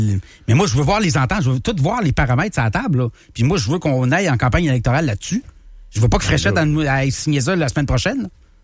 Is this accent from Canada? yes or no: yes; Canada; Moi, je suis Canadien, là.